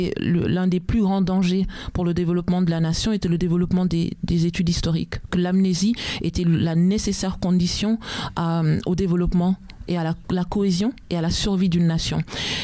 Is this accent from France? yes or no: yes; France; lorsque je pense à ma relation avec ce pays qui est le mien